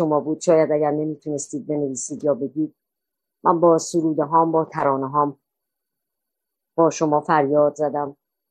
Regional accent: Sarcheshmeh, Iran; born there; moved away; من در ایران در سرچشمه به دنیا آمدم.

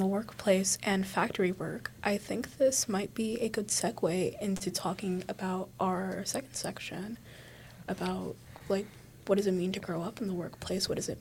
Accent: Pittsburgh, Pennsylvania, United States; also born or lived in New Jersey; No, I'm not a Pittsburgh native. I'm actually from New Jersey, but I've pretty much grown up in Pittsburgh my entire life, so might as well say that I am from here.

